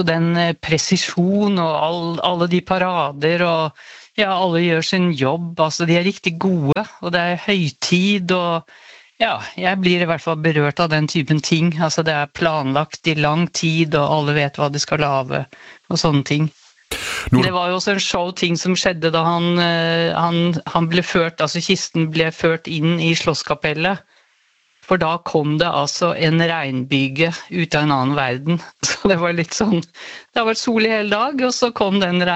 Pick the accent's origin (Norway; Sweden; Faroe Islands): Norway; now in Bornholm, Denmark; som nordmand i Danmark